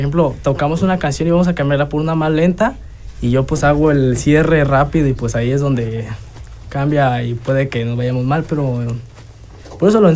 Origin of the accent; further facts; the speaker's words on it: Acatlán, Mexico; De aquí de Acatlán.